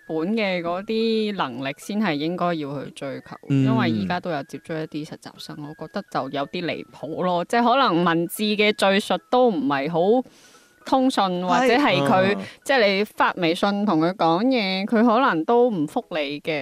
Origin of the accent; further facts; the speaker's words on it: Guangzhou, Guangdong, China; 再加上我是广州人。